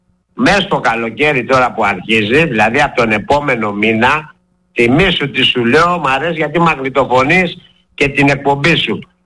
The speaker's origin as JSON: {"language": "Greek", "town": "Ermoupoli", "region": "South Aegean", "country": "Greece", "said": "Ευτυχώς που κατάγομαι από την Ερμούπολη της Σύρου που είναι η πρωτεύουσα των Κυκλάδων"}